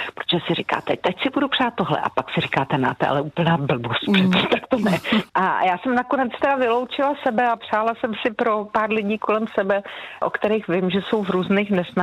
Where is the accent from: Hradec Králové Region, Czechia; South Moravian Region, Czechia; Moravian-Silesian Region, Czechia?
Hradec Králové Region, Czechia; Hradec Králové; born or raised there